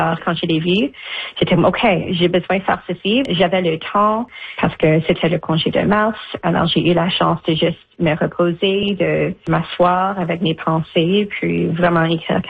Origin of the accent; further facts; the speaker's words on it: Canada; Puis, ça aussi démontre que je suis canadienne, mais aussi j'utilise Fahrenheit pendant l'été parce que je suis si proche à la frontière.